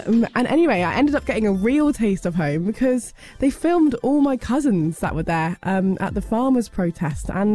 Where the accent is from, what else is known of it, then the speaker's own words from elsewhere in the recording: Glastonbury, South West England, United Kingdom; moved away; I'm from Glastonbury. You know, lots of fields, lots of trees everywhere, lots of cows and stuff from like a farming kind of area.